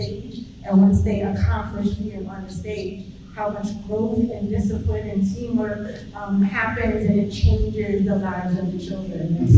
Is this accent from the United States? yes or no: yes; New York City, New York, United States; I grew up in New York City, and so I know what it takes to put on a production and the hard work that goes behind it.